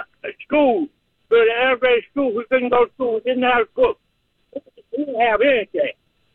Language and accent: English; the South, United States; born there; I'm 73 years old. I was born in the South.